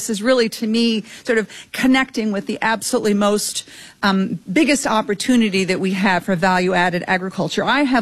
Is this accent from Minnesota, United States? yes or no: yes; Minnesota, United States; keeping economic opportunity here in the United States and here in my home state of Minnesota.